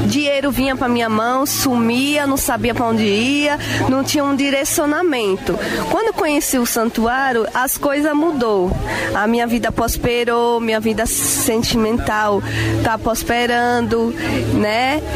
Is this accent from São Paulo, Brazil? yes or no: yes; São Paulo, Brazil; São Paulo.